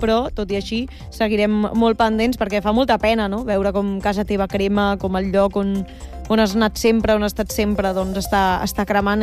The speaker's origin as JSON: {"language": "Catalan", "town": "Caldes de Montbui", "region": "Catalonia", "country": "Spain", "said": "Sí, soc de Caldes de Montbui, per tant, allà ho tenim al costat de casa."}